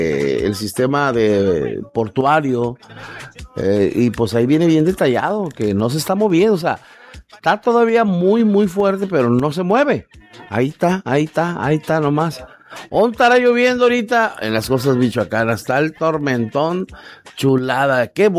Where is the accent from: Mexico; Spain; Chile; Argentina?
Mexico; ya ves cómo somos los mexicanos